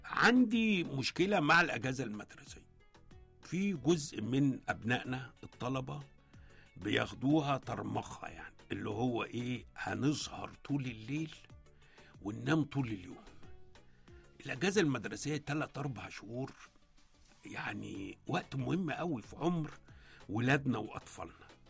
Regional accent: Nile Delta, Egypt; أنا من جيل كان يعلم أن القراءة مفتاح المعرفة. فأذكر أن في مدينتي في وسط الدلتا أنا كنت بروح لقصر الثقافة أعمل اشتراك

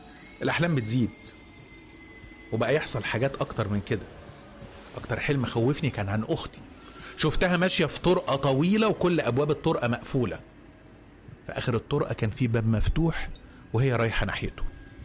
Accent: Zagazig, Sharqia Governorate, Egypt; عندي 37 سنه، انا من الزقازيق، ولو في حد من عندنا من الشرقيه يا ريت يثبت حضوره

